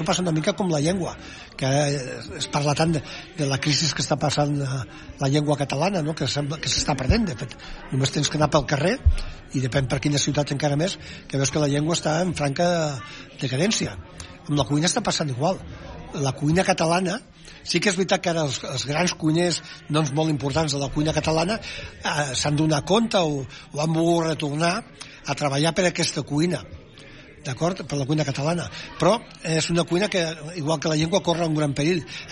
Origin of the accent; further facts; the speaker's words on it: Catalonia, Spain; Jo, per exemple, que sóc de l'Empordà, que això no és cap mèrit, vull dir, he tingut sort. Però jo que soc de l'Empordà, que soc de la Costa Brava